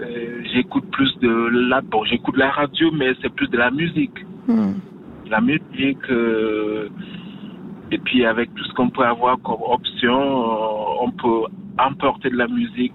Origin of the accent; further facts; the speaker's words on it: Cameroon; Je suis un Camerounais d'origine. Et dans mon enfance, on n'a pas toujours eu ce qu'on veut.